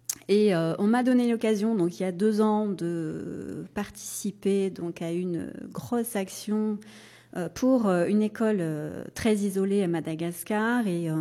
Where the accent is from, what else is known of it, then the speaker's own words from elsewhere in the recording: Saint-Joseph, Réunion, France; je suis originaire de Saint-Joseph. Je suis maman de deux enfants. Je suis enseignante. Donc, je travaille à Saint-Pierre.